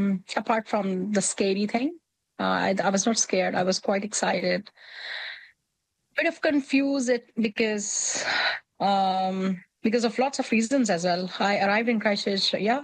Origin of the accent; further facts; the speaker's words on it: Lahore, Punjab, Pakistan; moved away; You know, I come from Lahore, Pakistan. It's very crowded, very busy area.